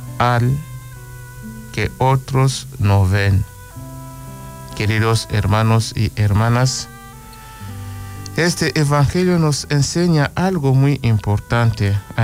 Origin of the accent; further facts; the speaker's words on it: Chile; Como chilenos, amar y servir a nuestra patria. Como cristianos, vivir y poner en práctica la palabra de Dios.